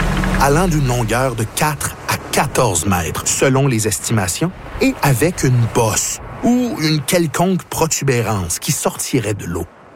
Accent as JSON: {"language": "French", "town": "Terrebonne", "region": "Quebec", "country": "Canada"}